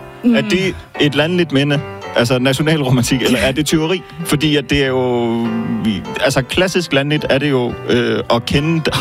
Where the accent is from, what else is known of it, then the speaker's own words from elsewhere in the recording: Region of Southern Denmark, Denmark; accent: Jutlandic; moved away; Vi kom fra Vejen Kommune.